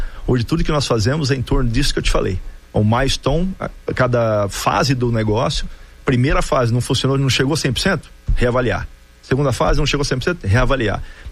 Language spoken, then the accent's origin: Portuguese; Brazil; moved away; queira ou não queira, eu sou um patriota, sou brasileiro, quero sempre estar no Brasil, apesar de eu estar 31 anos fora.